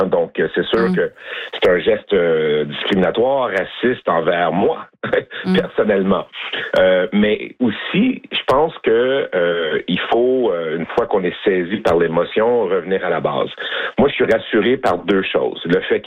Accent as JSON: {"language": "French", "region": "Quebec", "country": "Canada", "tie": "born there", "said": "Moi, je suis une personne afro-descendante. Je suis né au Québec."}